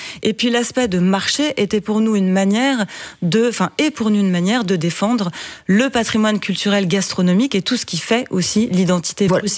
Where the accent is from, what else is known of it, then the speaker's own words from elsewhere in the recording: France; accent: French; now in Brussels, Belgium; Mon accent français.